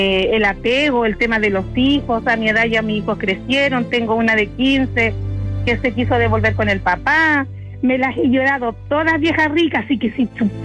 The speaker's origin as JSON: {"language": "Spanish", "town": "Santiago", "region": "Santiago Metropolitan Region", "country": "Chile", "moved": "as an adult", "lives_now": "Linares, Chile", "said": "para vender shawarma acá desde Linares. Me vine de Santiago, vieja querida."}